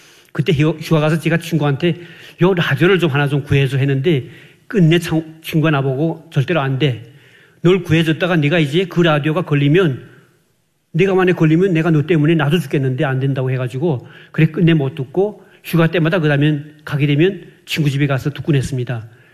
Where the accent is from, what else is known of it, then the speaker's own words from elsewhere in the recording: North Korea; moved away as an adult; 저희 고향에 있는 그 탄강연합기업소